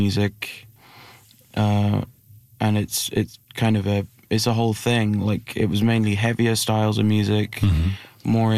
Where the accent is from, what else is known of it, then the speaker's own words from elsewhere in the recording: England, United Kingdom; I'm from England.